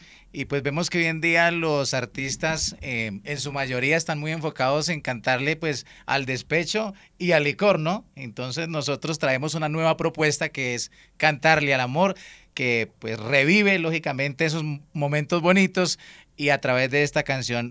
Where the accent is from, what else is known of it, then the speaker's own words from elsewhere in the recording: Líbano, Tolima, Colombia; now in Palocabildo, Colombia; Soy del municipio de, resido mejor en el municipio de Palo Cabildo, pero soy del Líbano.